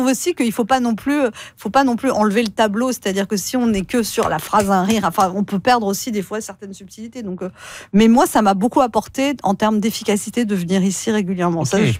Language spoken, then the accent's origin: French; France; Je dis bah oui, je suis française.